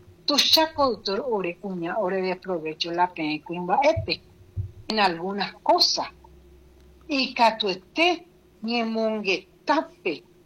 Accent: Paraguay; Como mamá, como paraguaya.

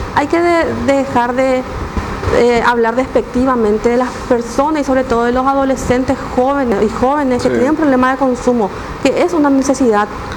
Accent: Alto Paraná, Paraguay; born there; now in Asunción, Paraguay; yo soy, nací en Alto Paraná

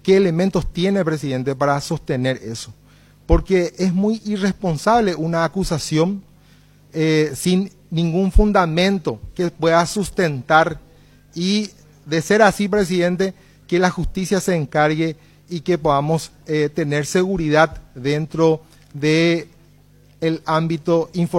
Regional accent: Guarambaré, Central, Paraguay; mi ciudad natal, la ciudad de Guarambaré

